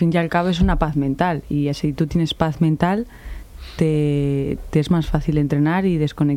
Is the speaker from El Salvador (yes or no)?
no; Astillero, Cantabria, Spain; mira que soy de las de Astillero y a mí no me pagan la gasolina y nada porque soy del pueblo